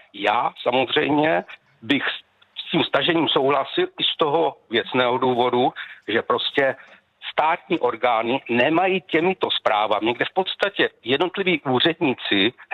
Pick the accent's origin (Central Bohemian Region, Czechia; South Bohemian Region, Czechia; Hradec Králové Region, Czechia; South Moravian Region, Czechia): South Moravian Region, Czechia; Brno; Mě by to nevadilo, my v Brně, já jsem z Brna